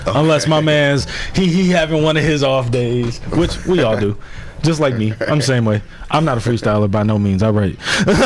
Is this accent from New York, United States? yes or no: no; Racine, Wisconsin, United States; also born or lived in Georgia / New Orleans / Alabama; I'm from Racine, I guess, but I've kind of lived a little bit of everywhere. I lived in Georgia, New Orleans, Alabama. I've kind of been around.